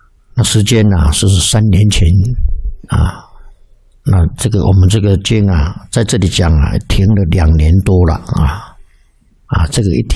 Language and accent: Chinese; Taiwan; 过去我们台湾话啊，也就是闽南语啦